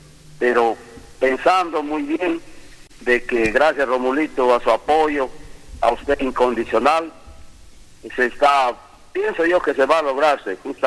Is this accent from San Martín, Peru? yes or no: yes; San Martín, Peru; pertenezco a esta comunidad de Pintuyacu y a este hermoso valle, que es el Valle Pintuyacu.